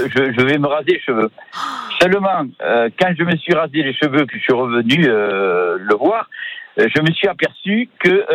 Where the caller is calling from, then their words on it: Montpellier, Occitanie, France; Ça fait 40 ans que j'habite à Montpellier.